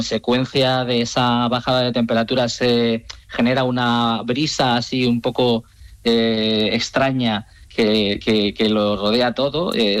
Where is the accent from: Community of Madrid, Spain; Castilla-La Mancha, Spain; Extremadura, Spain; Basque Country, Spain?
Castilla-La Mancha, Spain; Turmiel; yo en mi pueblo, como te decía antes, en Turmiel, ¿sí? Guadalajara.